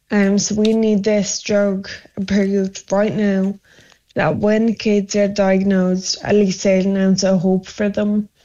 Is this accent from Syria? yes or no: no; Ireland; I'm Irish